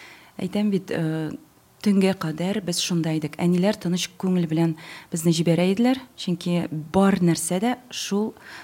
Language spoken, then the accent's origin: Tatar; Nizhnekamsk, Tatarstan, Russia; also born or lived in Kazan; Түбән Камада тудым, үстем. Һәм мине 9-нчы класстан соң Казанга юл тоттым.